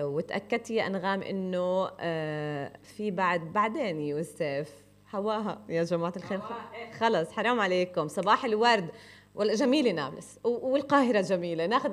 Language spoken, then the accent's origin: Arabic; Egypt; moved away; انا من اول ما طلعت من مصر وانا بحن